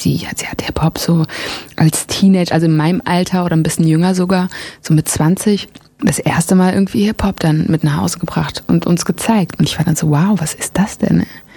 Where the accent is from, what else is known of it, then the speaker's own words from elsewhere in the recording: Frankfurt am Main, Hesse, Germany; first language German; Ich bin in Frankfurt am Main geboren, richtig.